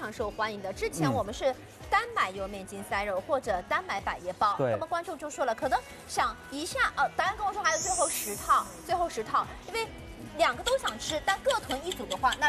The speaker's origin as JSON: {"language": "Chinese", "region": "Shanghai", "country": "China", "said": "因为这都是我们上海人非常喜欢的。"}